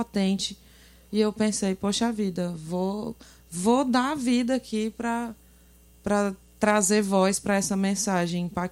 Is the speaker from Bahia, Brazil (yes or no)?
yes; Bahia, Brazil; Sou baiana do extremo sul, ali pertinho já do sudeste, né?